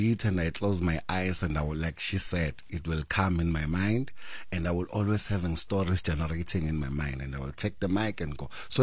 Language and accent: English; Katlehong, Gauteng, South Africa; You know, when you grow up in the township, sometimes I grow up, I'm coming from Katlehong, where I come from, where Questa is coming from.